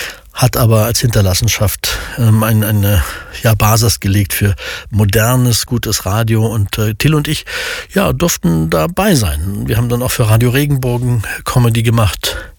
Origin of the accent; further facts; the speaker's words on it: eastern Germany, Germany; Als Ostdeutsche waren wir dann die Berater im westdeutschen Sender.